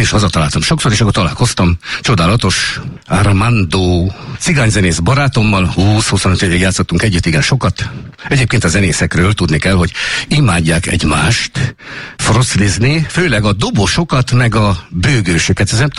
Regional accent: Mátyusföld, Slovakia; a mátyosföldi kukoricaföldrő, onnan származunk

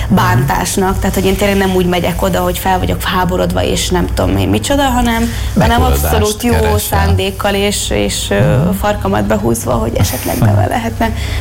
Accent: Transylvania, Romania; ahol én felnőttem, Erdélyben, én tömbházban nőttem fel, ahol kis túlzással azt is hallom, hogyha a szomszéd köhög.

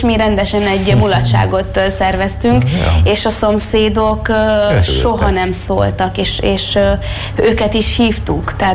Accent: Transylvania, Romania; ahol én felnőttem, Erdélyben, én tömbházban nőttem fel, ahol kis túlzással azt is hallom, hogyha a szomszéd köhög.

